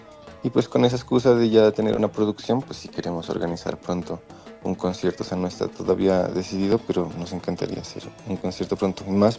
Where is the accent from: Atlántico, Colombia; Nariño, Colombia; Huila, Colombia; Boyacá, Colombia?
Nariño, Colombia; Pasto; El grupo está conformado justamente por 5, de los cuales 3 somos de Pasto. Entonces siento que eso ha sido bastante la influencia de … ya que en Pasto se escucha mucho esta cumbia peruana, cumbia sureña.